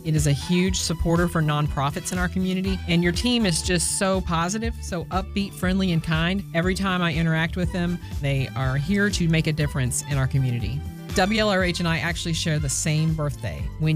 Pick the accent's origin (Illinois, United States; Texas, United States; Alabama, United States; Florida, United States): Alabama, United States; Huntsville; I'm from Huntsville.